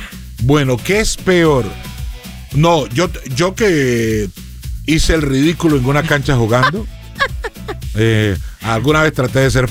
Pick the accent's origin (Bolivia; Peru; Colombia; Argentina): Colombia; Los colombianos tenemos tres momentos con la selección Colombia.